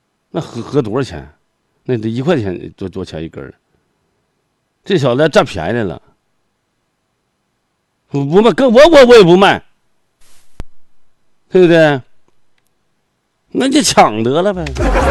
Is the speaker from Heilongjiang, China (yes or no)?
yes; Zhaodong, Heilongjiang, China; moved away; 我回我们老家吧，黑龙江省肇东市东发乡同发村同仁堂屯